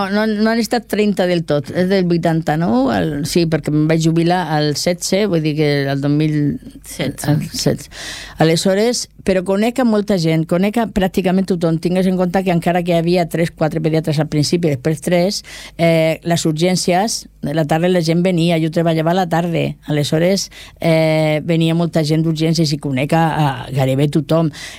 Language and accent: Catalan; Cubells, Catalonia, Spain; accent: Murcian; parlo un català amb accent murcià, però de Lleida. Sembla que soc valenciana.